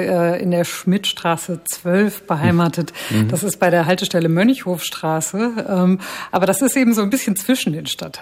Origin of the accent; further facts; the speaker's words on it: Frankfurt, Hesse, Germany; Also ich bin eine Frankfurterin